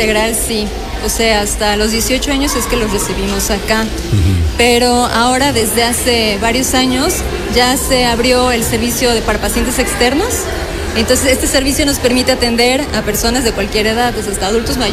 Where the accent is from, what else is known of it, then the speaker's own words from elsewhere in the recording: Cuernavaca, Morelos, Mexico; now in Puebla, Mexico; yo soy de Cuernavaca, Morelos.